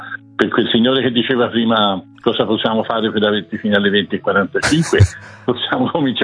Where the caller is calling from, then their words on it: Lucca, Tuscany, Italy; Da lucchese